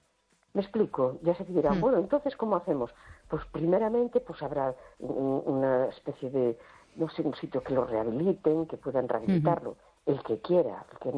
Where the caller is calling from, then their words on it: A Coruña, Galicia, Spain; de La Coruña.